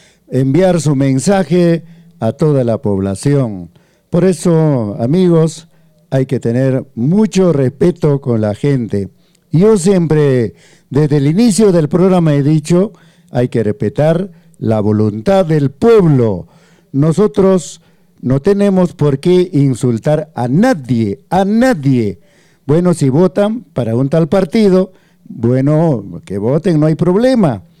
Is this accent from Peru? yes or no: yes; Peru; al final todos seguimos siendo peruanos.